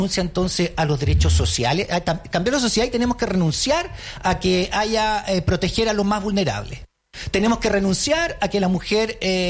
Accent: Chile; ¿cómo nos vamos a comer como chilenos y chilenas?

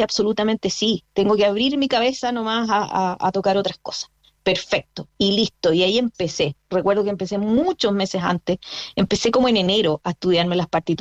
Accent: San Rosendo, Biobío, Chile; Y creo que yo vengo de San Rosendo.

